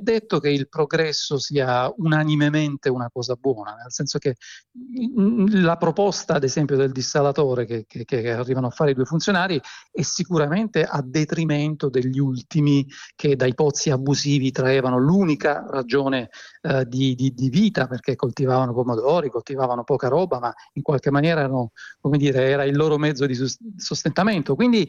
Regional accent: Southern Italy, Italy

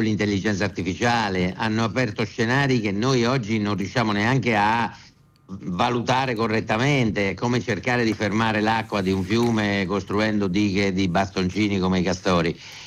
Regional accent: Umbria, Italy; io sono umbro

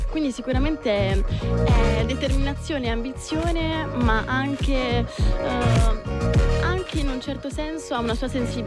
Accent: Rome, Lazio, Italy; essendo io romana.

